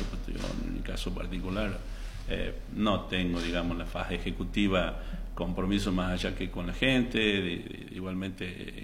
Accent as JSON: {"language": "Spanish", "town": "Tintina", "region": "Santiago del Estero", "country": "Argentina", "said": "muchos jóvenes de mi pueblo"}